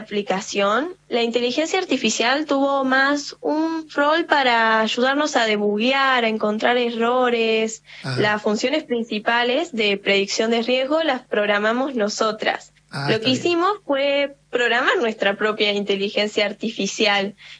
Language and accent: Spanish; Córdoba, Argentina; con Sofi somos las dos de Córdoba